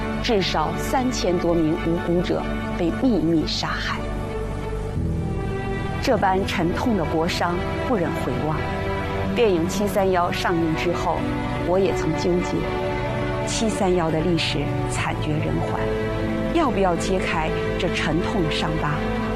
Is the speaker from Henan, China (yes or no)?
no; Harbin, Heilongjiang, China; 身为土生土长的哈尔滨人